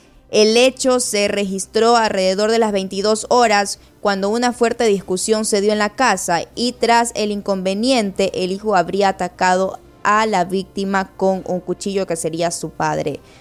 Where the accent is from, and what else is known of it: Ecuador